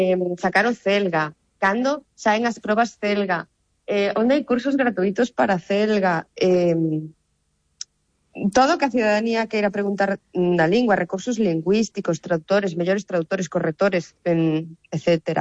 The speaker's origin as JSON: {"language": "Galician", "town": "Ponteareas", "region": "Galicia", "country": "Spain", "tie": "born or raised there", "said": "eu, bueno, son da aldea de toda a vida, non? Son de Ponteareas, dunha aldea de Ponteareas, e sí. Sempre, na miña casa sempre houve animais"}